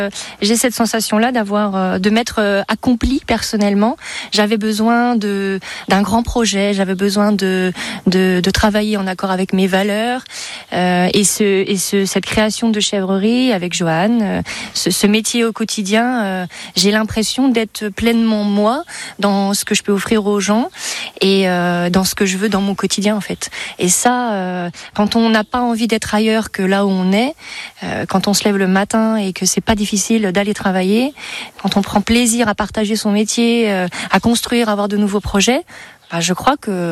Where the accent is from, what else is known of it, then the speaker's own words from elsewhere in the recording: Vivier-au-Court, Grand Est, France; moved away; moi j'ai grandi à Vivy-au-Court, donc pas très loin d'ici. Et puis après, je suis pas mal partie, mais ma famille est restée dans les Ardennes.